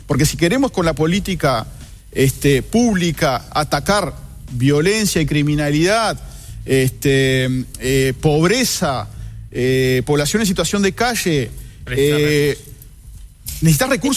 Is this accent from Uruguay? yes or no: yes; Uruguay